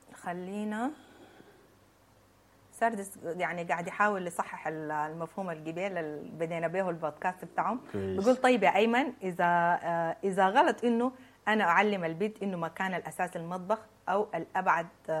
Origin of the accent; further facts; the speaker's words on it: Sudan; الظروف اللي مرينا بها كسودانيين ما كانت حاجه